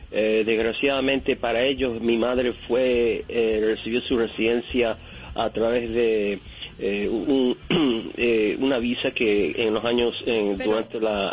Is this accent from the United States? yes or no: yes; United States; born there; Yo soy nacido en los Estados Unidos, so, ellos creen que yo soy de...